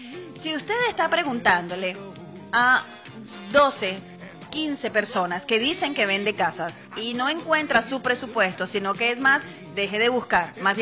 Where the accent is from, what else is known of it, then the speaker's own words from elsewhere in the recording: Caracas, Capital District, Venezuela; now in Puerto Píritu, Venezuela; No soy de acá, soy caraqueña, de corazón puertopiriteño, de alma puertopiriteña. Vivo aquí hace muchísimos años.